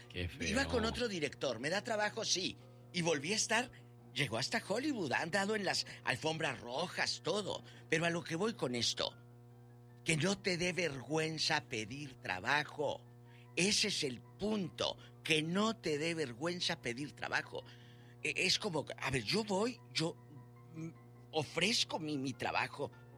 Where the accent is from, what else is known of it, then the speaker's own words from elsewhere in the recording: Mexico; Así somos los mexicanos y los hispanos, somos así.